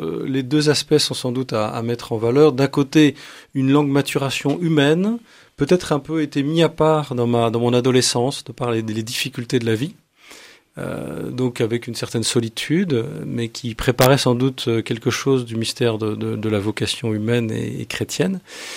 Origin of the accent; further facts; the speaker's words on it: Vannes, Brittany, France; born there; Voilà, écoutez, j'ai des origines bretonnes, je suis né à Vannes dans le Morbihan. Dans une belle région, et aussi normande.